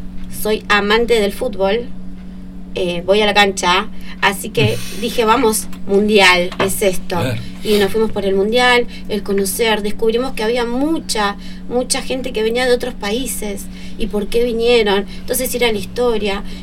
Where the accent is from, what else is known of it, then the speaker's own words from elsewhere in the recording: Argentina; como somos los argentinos